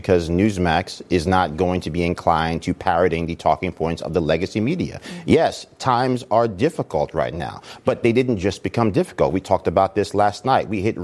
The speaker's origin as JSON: {"language": "English", "town": "Yonkers", "region": "New York", "country": "United States", "tie": "born or raised there", "said": "I'm born in the 80s. I was born in Yonkers, New York. I turned 5 in 1988."}